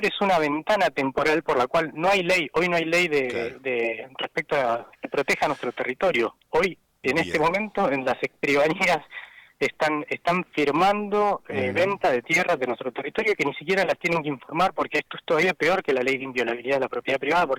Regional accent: Argentina

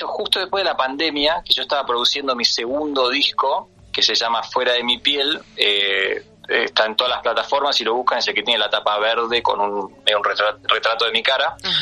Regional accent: Buenos Aires, Argentina; moved away as an adult; also born or lived in San Francisco, California, United States / Boston, United States; now in New York, United States; nacimos yo y mi hermano más grande y después cuando yo tenía 6 nos vinimos a la Argentina y acá me crié en Buenos Aires.

